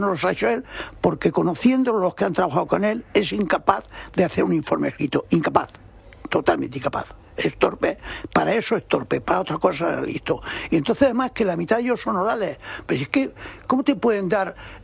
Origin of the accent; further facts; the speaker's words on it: Spain; pero yo soy un español normal, yo soy español normal